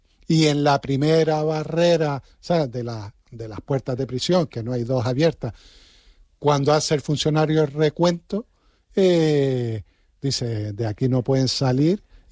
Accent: Arucas, Canary Islands, Spain; yo soy de Arucas

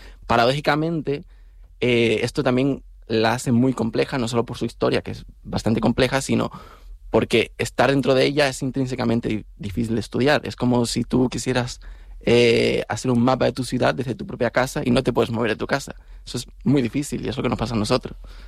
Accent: Tenerife, Canary Islands, Spain; yo soy de aquí, de Tenerife.

